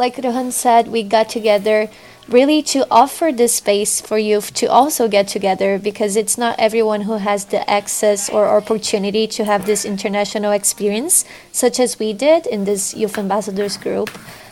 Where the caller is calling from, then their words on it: Rio de Janeiro, Brazil; I am in Brazil, in the mountains next to Rio, and it's 11 in the morning for me.